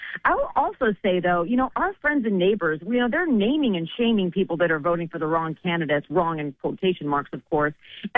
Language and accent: English; San Diego, California, United States; I'm from San Diego, and that is, you know, a close second.